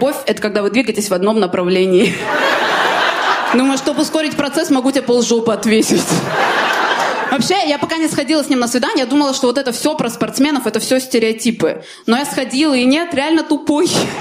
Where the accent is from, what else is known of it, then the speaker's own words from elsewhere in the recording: Armenia; В плане, я же армянка. Ну, у нас же реально все умеют.